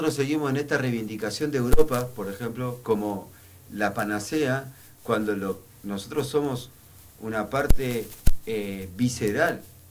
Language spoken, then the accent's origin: Spanish; Santa Cruz, Argentina